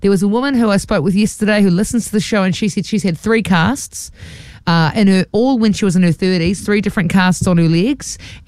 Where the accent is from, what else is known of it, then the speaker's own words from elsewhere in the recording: Dargaville, Northland, New Zealand; No way, there'll be Kumaras. I'm from Dargaville.